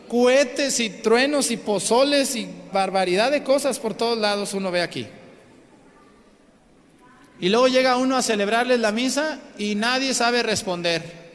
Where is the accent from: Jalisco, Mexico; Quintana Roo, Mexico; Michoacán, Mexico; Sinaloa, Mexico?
Jalisco, Mexico; San Juan de los Lagos; now in Guerrero, Mexico; Yo lo veo allá en mi tierra con la Virgen de San Juan de los Lagos.